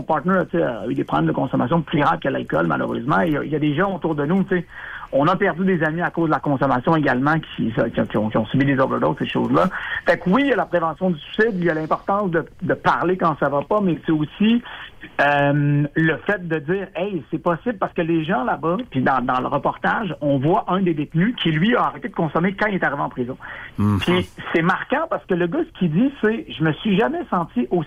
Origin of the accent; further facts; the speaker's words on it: Quebec City, Quebec, Canada; now in Saguenay, Canada; C'est nous autres, on vient de Québec. Fait qu'on, on est entre les deux.